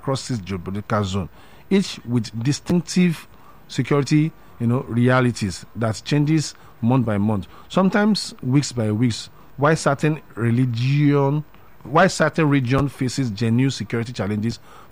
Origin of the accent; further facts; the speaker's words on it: Nigeria; now in Lagos, Nigeria; As a Nigerian that live in Nigeria, that stay in Lagos